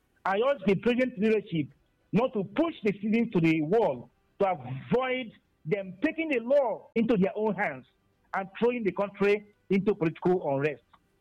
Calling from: Enugu, Enugu State, Nigeria; I'm calling you from Enugu.

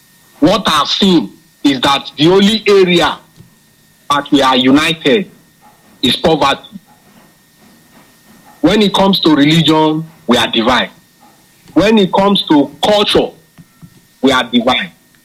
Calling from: Borno, Nigeria; I'm calling from Borno State.

